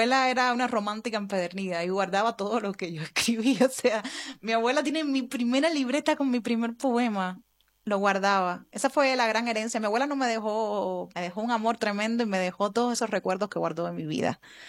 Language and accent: Spanish; Cuba